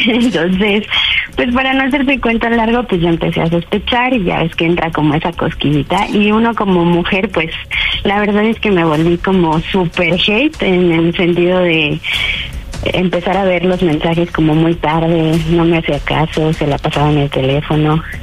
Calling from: Cuernavaca, Morelos, Mexico; Tengo 38 años y soy de Cuernavaca.

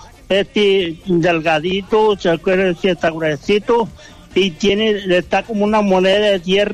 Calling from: La Ruana, Michoacán, Mexico; De la Ruana.

